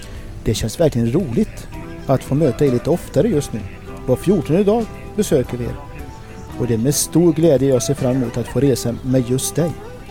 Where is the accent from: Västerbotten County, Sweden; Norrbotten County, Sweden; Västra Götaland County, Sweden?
Västra Götaland County, Sweden; Jag får säga som västgöte